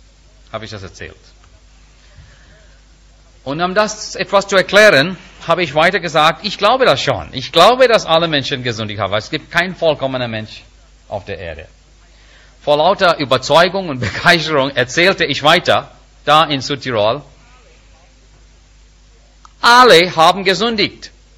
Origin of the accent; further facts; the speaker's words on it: India; German is a second language; moved away; als Inder